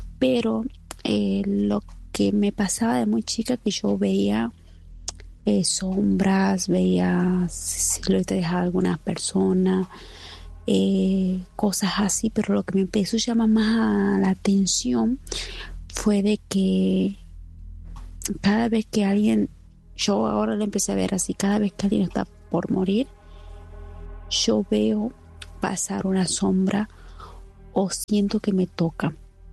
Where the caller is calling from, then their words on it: Famaillá, Tucumán, Argentina; yo soy de Famaillá.